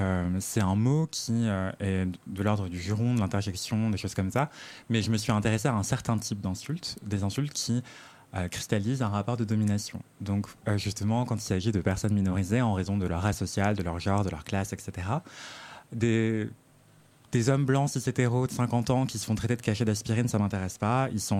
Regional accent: Martinique; Je viens de la Martinique

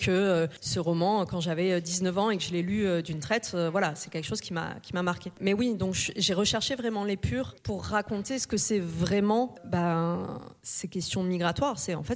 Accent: Toulouse, Occitanie, France; s'installer à Toulouse et j'ai grandi à Toulouse.

